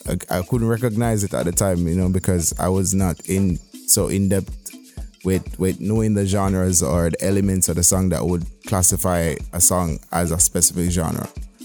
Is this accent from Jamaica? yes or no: yes; Jamaica; Yes. So I mean, Jamaicans, you have so dub was created in Jamaica, and I play dub techno sometimes